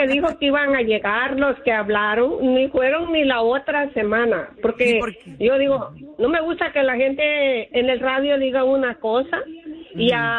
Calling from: Bell, California, United States; Yo vivo en Bell.

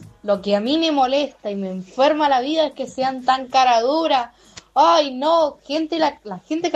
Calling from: Godoy Cruz, Mendoza, Argentina; de Godoy Cruz.

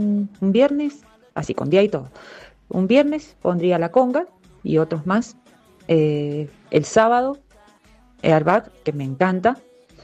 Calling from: Rivadavia, Argentina; de Rivadavia.

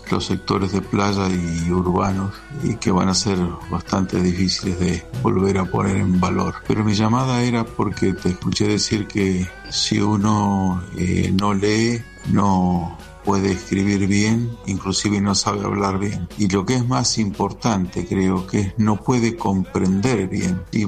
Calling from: Claromecó, Buenos Aires Province, Argentina; de Claromecó

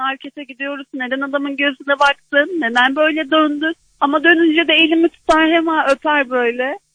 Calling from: Safranbolu, Karabük, Turkey; Ben Safranbolu'dan.

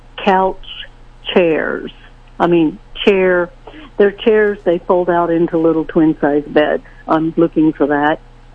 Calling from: Sedalia, Missouri, United States; Hi, I'm calling from Sedalia, Missouri.

